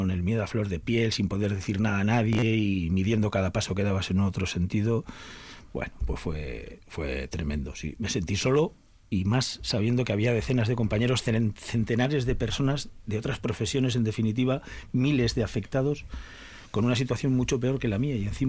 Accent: Alsasua, Navarre, Spain; yo soy navarro, soy de Alsasua. Pero cuantitativamente gran parte de mi familia es de Agurain, aunque ahora estén ya casi todos en Vitoria

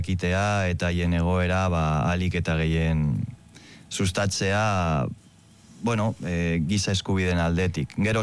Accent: Algorta, Basque Country, Spain; Ni Algortakoa naiz eta ez neunkan loturarik horrelako errealitatearekin

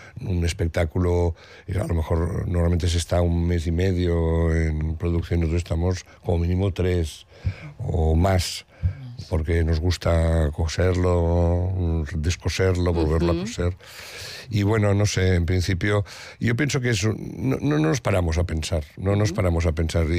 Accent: Catalonia, Spain; soy catalán

